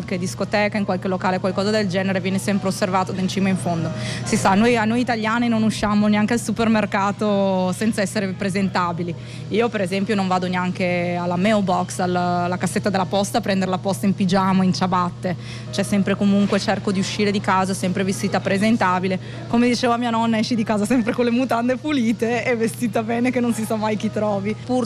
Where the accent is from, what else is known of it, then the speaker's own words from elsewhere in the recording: Vicenza, Veneto, Italy; moved away as an adult; also born or lived in Maryland, United States; now in United States; io sono vicentina, nata vicino a Venezia, nata sempre a Sottomarina, Jesolo, il mare, la mia vita